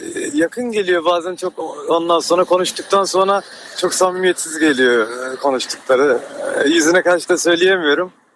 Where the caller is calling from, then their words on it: Istanbul, Turkey; Ben İstanbul abi, Beylikdüzü.